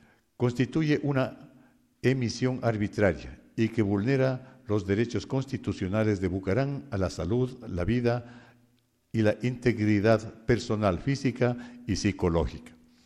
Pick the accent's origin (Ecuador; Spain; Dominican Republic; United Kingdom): Ecuador